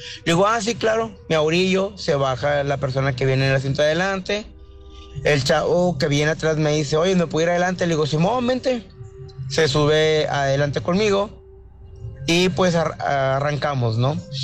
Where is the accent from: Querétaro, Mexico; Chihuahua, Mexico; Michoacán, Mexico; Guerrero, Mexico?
Querétaro, Mexico; Acá mi compañero viene de Puebla, yo soy de Querétaro.